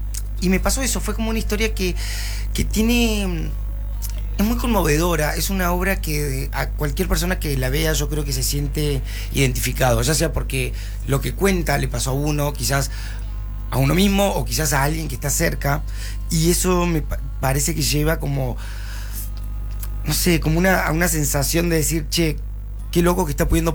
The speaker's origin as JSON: {"language": "Spanish", "region": "Córdoba", "country": "Argentina", "moved": "yes", "lives_now": "Buenos Aires, Argentina", "said": "yo estoy viviendo en Buenos Aires hace 16 años, soy un actor cordobés"}